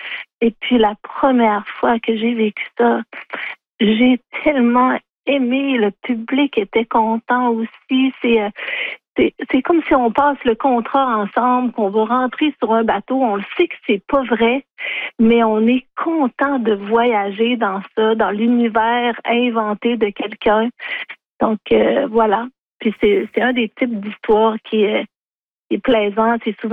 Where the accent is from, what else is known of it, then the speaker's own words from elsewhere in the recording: Black Lake, Quebec, Canada; chez nous à Black Lake